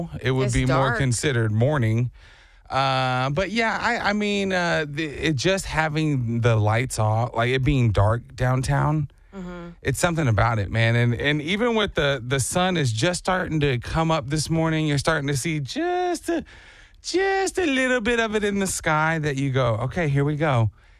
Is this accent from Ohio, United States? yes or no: no; Grand Prairie, Texas, United States; I'm some kid from Grand Prairie, Texas, who's absolutely living his dream every single morning.